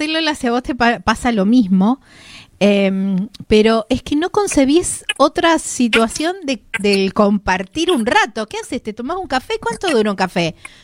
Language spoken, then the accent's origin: Spanish; Argentina; somos argentinos